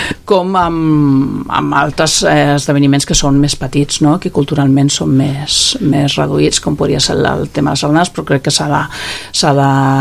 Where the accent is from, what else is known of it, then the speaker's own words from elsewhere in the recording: Cubelles, Catalonia, Spain; els que som de Cubelles de tota la vida, jo la meva família no ve de pagès, però nosaltres no... Jo sempre dic que soc de Cubelles de tota la vida, però els meus pares no ho eren